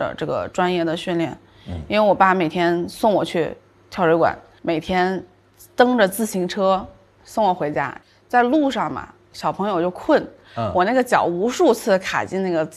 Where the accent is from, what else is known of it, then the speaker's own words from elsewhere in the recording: Tianjin, China; 然后其实天津的小朋友，像我们那个年代，我们都是在河里长大的。